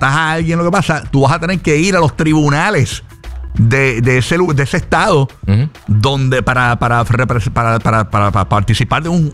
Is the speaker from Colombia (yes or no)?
no; Puerto Rico; Acuérdate que yo vengo de los barrios de Puerto Rico.